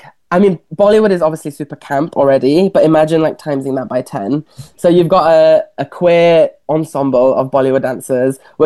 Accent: Leicester, East Midlands, United Kingdom; I grew up in Leicester

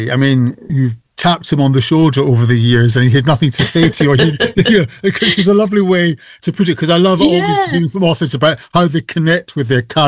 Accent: Glasgow, Scotland, United Kingdom; Glasgow, which is actually my hometown

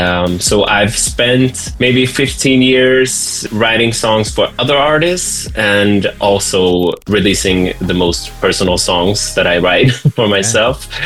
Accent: Stockholm, Stockholm County, Sweden; But yeah, I'm from Stockholm, Sweden.

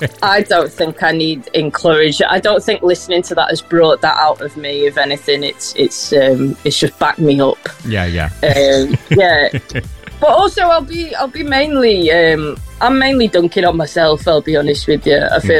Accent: Liverpool, North West England, United Kingdom; accent: Scouse; also born or lived in Preston; now in Manchester, United Kingdom; Yeah, yeah. So I'm from Liverpool originally, but I live in Manchester now.

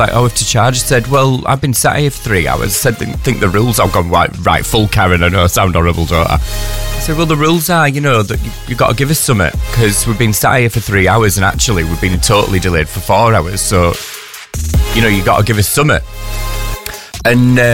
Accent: Yorkshire and the Humber, United Kingdom; And I'm from Yorkshire.

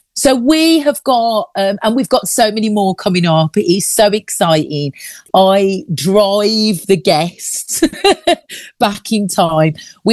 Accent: Birmingham, West Midlands, United Kingdom; now in London, United Kingdom; I am originally from Birmingham, although I have to emphasise that I now live in London because I'm a full-time drag king.

